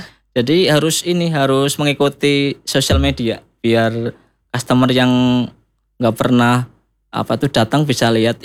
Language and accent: Indonesian; Purwokerto, Central Java, Indonesia; kota saya sendiri di Purwokerto.